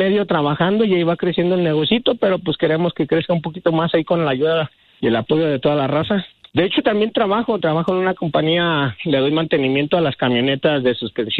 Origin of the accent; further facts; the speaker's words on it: León, Guanajuato, Mexico; also born or lived in Mexico City; now in United States; Mira, soy nacido en la Ciudad de México, pero a los 11 años me llevaron a vivir a León, Guanajuato. Entonces ahí es donde aprendí el oficio de zapatero.